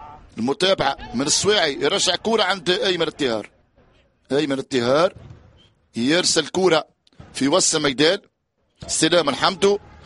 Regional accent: Libya

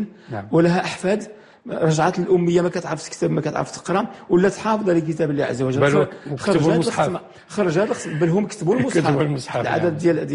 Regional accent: Morocco; عندنا في المغرب مثلا في هذه المملكه المباركه

